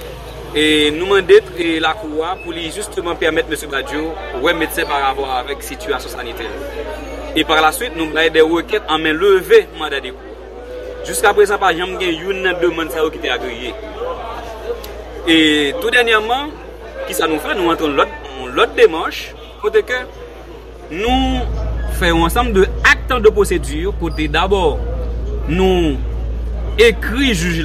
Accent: Haiti; en tant qu'haïtien conséquent

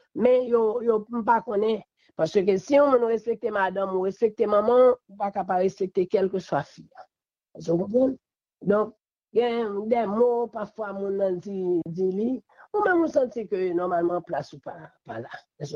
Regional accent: Haiti; Je ne crois pas que c'est seul président Aristide, en tant que haïtien seulement, que nous gagnons.

